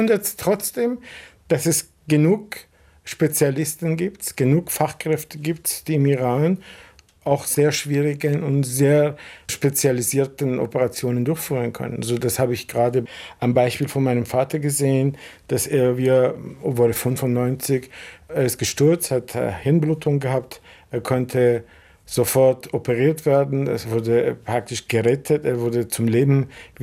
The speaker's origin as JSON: {"language": "German", "region": "Vienna", "country": "Austria", "said": "Wien ist meine Heimat und ich fühle mich als Wiener."}